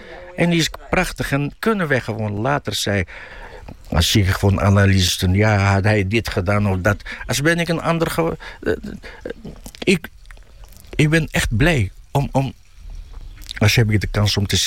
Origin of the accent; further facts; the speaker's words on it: Morocco; Dutch is a second language; now in Friesland, Netherlands; altijd heb ik gezegd, mijn vaderland is Marokko, maar mijn moederland is Friesland, met me.